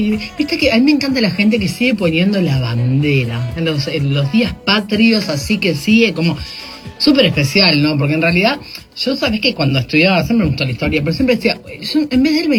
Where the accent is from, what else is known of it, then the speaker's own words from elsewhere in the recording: Uruguay; somos los uruguayos